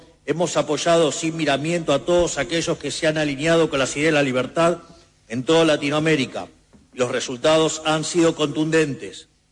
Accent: Argentina; Sin embargo, en mi país todavía hay economistas que dicen que si uno toma las mediciones y le saca la energía, la minería y el agro, la economía argentina no crece.

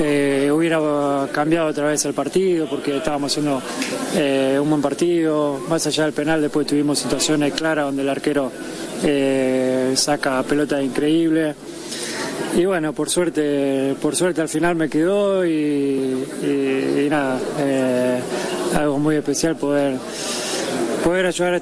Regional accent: Argentina

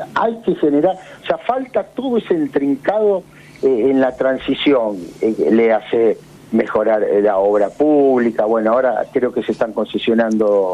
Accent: Argentina

